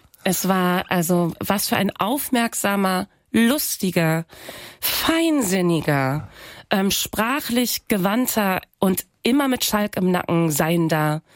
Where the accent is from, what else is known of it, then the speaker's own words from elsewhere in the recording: Großefehn, Lower Saxony, Germany; also born or lived in Aurich; now in Hamburg, Germany; Ich komme aus Spetzerfeen. Spetzerfeen ist ein Ortsgemeindeteil von Großefeen. Und Großefeen ist laut Gemeindereform von irgendwann in den 90er Jahren, gehört es zum Auricher Wiesmoor 2. Also ich komme wirklich Dorf vom Dorf vom Dorf. Wir kommen direkt vom Kanal.